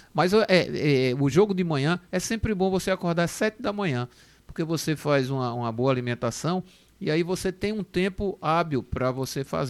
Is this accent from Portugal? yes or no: no; Northeast Region, Brazil; eu sou do Nordeste, terra do frevo, do maracatu, do futebol, animal.